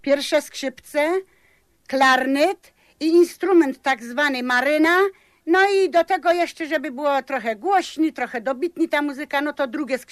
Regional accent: Przecławice? village in Oborniki County, Greater Poland Voivodeship, Poland; born there; now in Szamotuły, Poland; Urodzona jestem na wsi, w Przeciwnicy, w powiecie obornickim, 16 kilometrów od Szamotu. Obecnie zamieszkuję w Szamotułach, bo w Szamotułach brałam ślub

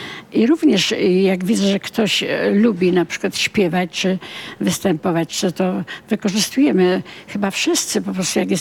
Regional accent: Busko-Zdrój, Świętokrzyskie Voivodeship, Poland; Ja tu jestem urodzona w Busku.

